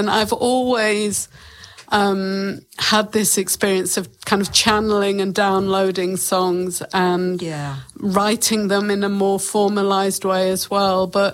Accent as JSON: {"language": "English", "region": "England", "country": "United Kingdom", "moved": "yes", "lives_now": "New Zealand"}